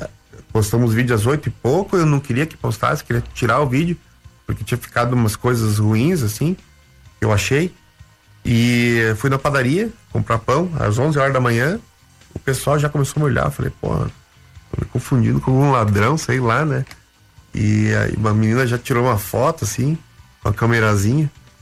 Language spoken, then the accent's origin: Portuguese; Rio Grande do Sul, Brazil; now in Curitiba, Brazil; eu falava muito bah, tchê, né? Falei, bah, cara, não vai dar. Só não vai, né? Eu sou gaúcho, vou perder a identidade. Meio bairrista ainda, né? Tu vê, depois virei bairrista curitibano. Eu sou curitibano.